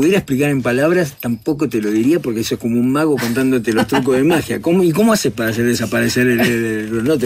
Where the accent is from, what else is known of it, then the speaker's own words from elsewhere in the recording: Argentina; now in Los Angeles, United States; hoy yo soy un latino argentino que vive en Los Ángeles, pero que ha pasado mucho tiempo también trabajando en México y en el resto de Latinoamérica también haciendo cosas.